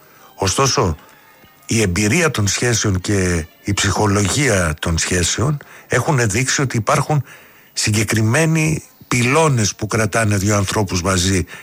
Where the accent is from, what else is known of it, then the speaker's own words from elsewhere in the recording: Chania, Crete, Greece; γιατί είμαι και εγώ από τα Χανιά.